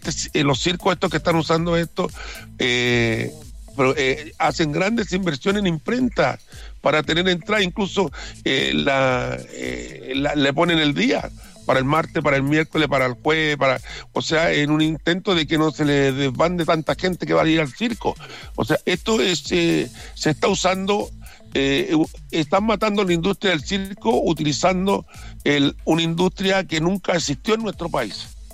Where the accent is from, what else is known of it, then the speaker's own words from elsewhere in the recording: Chile; en Chile la gente somos muy chilenos, en la gran verdad.